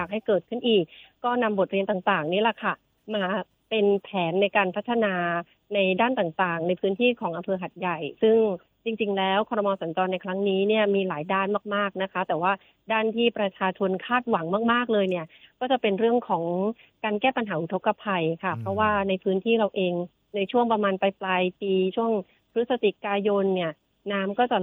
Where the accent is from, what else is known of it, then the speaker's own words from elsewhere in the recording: Krasae Sin, Songkhla, Thailand; ดิฉันยิ่งดีใจเข้าไปอีกเพราะว่าดิฉันเป็นเด็กกระแสสินค่ะเป็นคนกระแสสิน